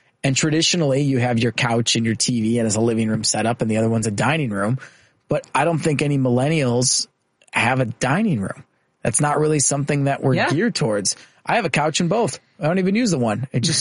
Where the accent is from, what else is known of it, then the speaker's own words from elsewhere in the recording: Chicago, Illinois, United States; You know, I'm born and raised in the neighborhood, and I'm not going anywhere.